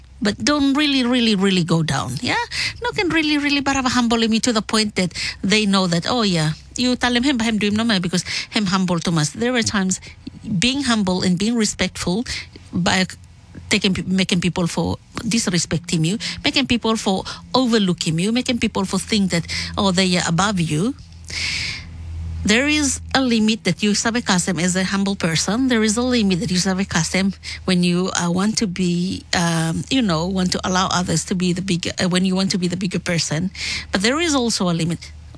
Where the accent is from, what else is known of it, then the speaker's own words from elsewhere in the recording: Solomon Islands; I might be a Polynesian, but my passport stated that I am a Melanesian because me come from the Solomon Islands.